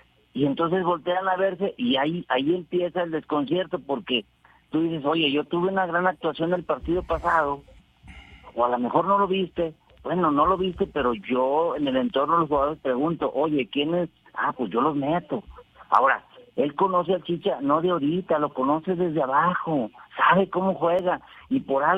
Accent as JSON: {"language": "Spanish", "town": "Monterrey", "region": "Nuevo León", "country": "Mexico", "said": "yo soy de Monterrey, ¿va?"}